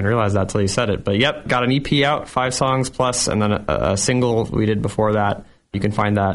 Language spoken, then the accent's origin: English; Sarasota, Florida, United States; also born or lived in Michigan; now in Norwood, United States; I'm a singer-songwriter based out of Norwood, Mass., but I'm originally from Sarasota, Florida, and also originally from Michigan. I'm one of those annoying people that, like, can't pick a place to be from.